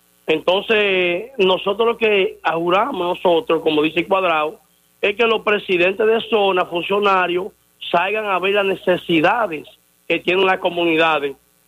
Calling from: Espaillat, Dominican Republic

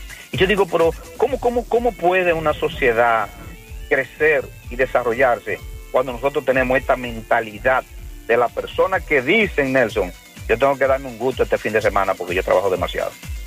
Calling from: Moca, Espaillat, Dominican Republic; Buenos días, mi pueblo mocano

